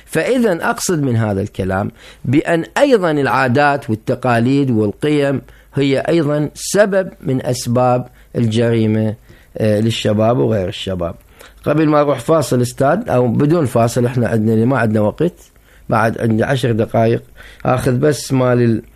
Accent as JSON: {"language": "Arabic", "country": "Iraq", "said": "صارت ظاهرة عندنا بالعراق"}